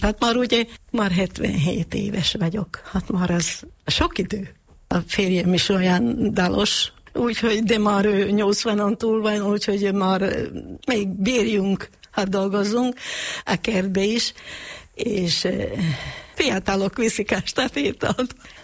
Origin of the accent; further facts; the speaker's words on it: Vyšný Lánec, Košice Region, Slovakia; moved away as an adult; now in Seňa (Szeszta), Slovakia; nálunk a faluba Felsőláncon.